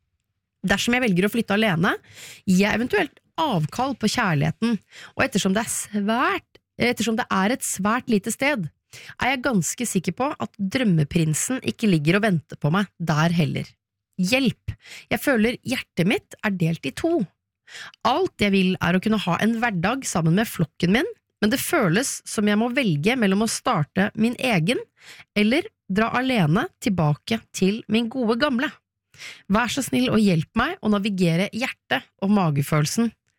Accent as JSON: {"language": "Norwegian", "region": "Oslo", "country": "Norway", "tie": "born or raised there", "said": "Altså her, jeg er jo født og oppvokst i Oslo, gjorde det enkelt, fant meg fyr fra Oslo, har jo ikke stått i dilemma."}